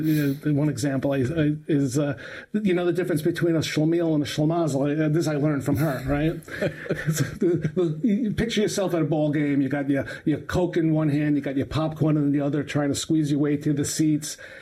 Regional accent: Brooklyn, New York, United States; And then my neighborhood, by the way, where I grew up in Brooklyn, I grew up in a neighborhood that was 99% Jewish, right?

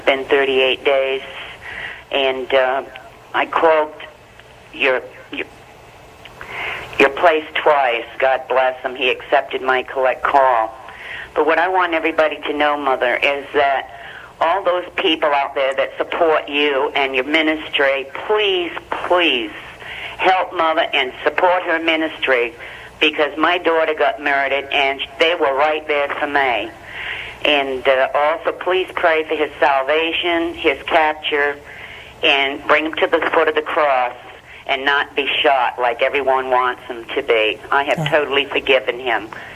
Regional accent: Middletown, Rhode Island, United States; from Middletown, Rhode Island.

